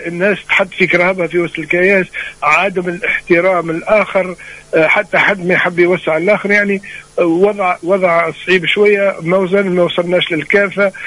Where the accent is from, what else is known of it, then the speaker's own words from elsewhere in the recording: Djerba, Medenine, Tunisia; now in Germany; فما نحكيش كمواطن تونسي عايش بالمهجر، نحكي كجربي غيور على البلاد هذه، ونحب بلادي ونحبها تكون خير من اللي عايشه أنا في ألمانيا.